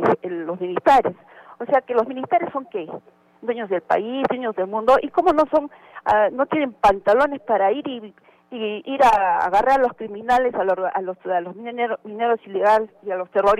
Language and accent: Spanish; Peru; Todos somos peruanos.